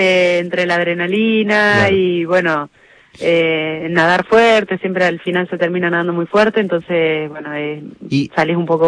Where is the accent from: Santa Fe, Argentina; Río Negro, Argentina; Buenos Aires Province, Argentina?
Santa Fe, Argentina; uno como santafesino